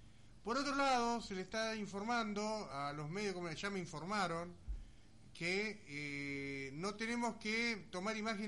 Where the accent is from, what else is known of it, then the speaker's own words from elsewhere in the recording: Argentina; nosotros somos argentinos